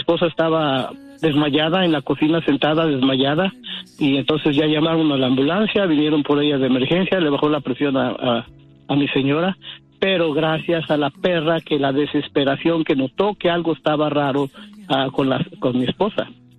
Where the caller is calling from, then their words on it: Stockton, California, United States; De Stockton.